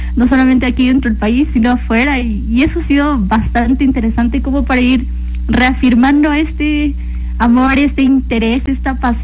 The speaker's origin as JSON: {"language": "Spanish", "country": "Ecuador"}